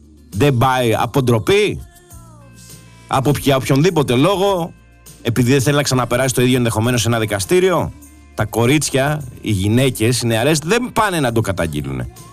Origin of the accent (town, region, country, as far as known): Greece